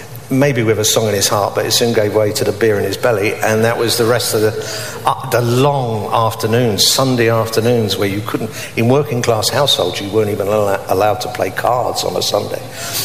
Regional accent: London, United Kingdom

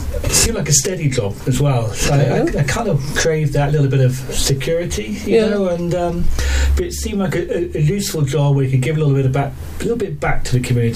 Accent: Cheltenham, South West England, United Kingdom; Cheltenham, my hometown, where I was born, when I went to school

